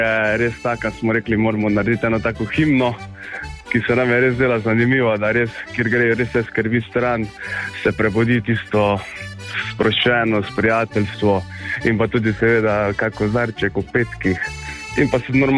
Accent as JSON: {"language": "Slovenian", "region": "Carinthia", "country": "Slovenia", "said": "prihajamo vsi člani iz Koroške, smo lepo porazdeljeni, bi rekel, skor po celi Koroški."}